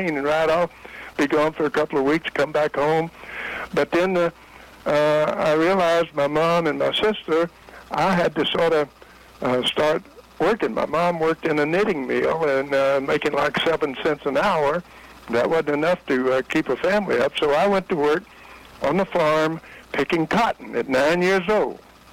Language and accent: English; Florence, Alabama, United States; moved away as an adult; I was born in Florence, Alabama, 1924, in the country, out in the country.